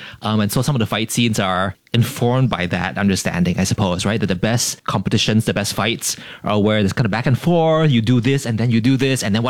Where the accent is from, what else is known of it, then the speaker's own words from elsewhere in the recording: Singapore; We're Singaporean